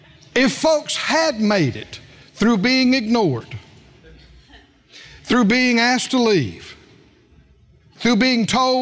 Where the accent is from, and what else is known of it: the South, United States; accent: drawl